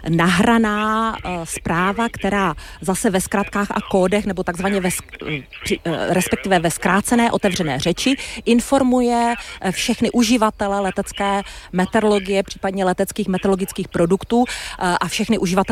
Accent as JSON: {"language": "Czech", "town": "Holešov", "region": "Zlín Region", "country": "Czechia", "tie": "born or raised there", "said": "pocházím z plachtařské rodiny a strávila jsem své dětství na letišti v Holešově"}